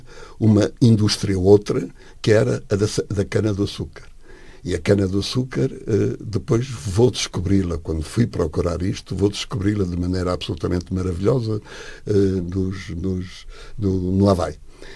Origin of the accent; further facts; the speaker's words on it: Luanda, Angola; born there; Eu nasci muito longe, aparentemente, da América. Sou angolano, de Luanda